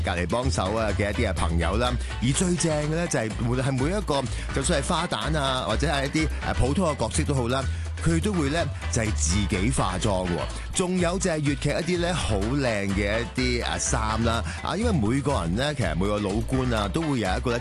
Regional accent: Hong Kong; born there; 我觉得香港这个地方除了是因为我在这里出生很有感情之外

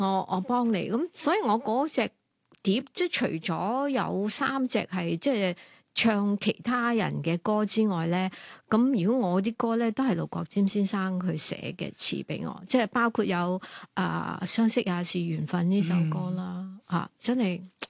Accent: Hong Kong; 我系香港人嚟噶嘛，

